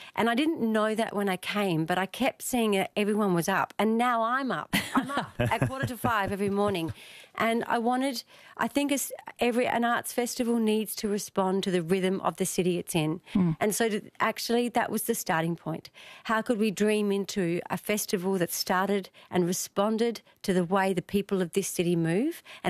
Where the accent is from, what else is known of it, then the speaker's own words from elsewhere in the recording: Perth, Western Australia, Australia; also born or lived in Sydney; now in Brisbane, Australia; I was 5 years at the Sydney Opera House as head of contemporary performance, but I'm actually originally from Perth.